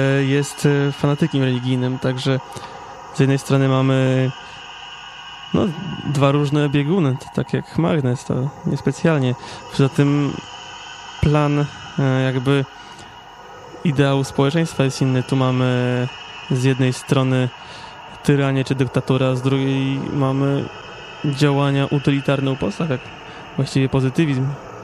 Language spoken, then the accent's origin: Polish; Warmian-Masurian Voivodeship, Poland; który jest z okolic mojego rodzinnego miasta, czyli z Warmii.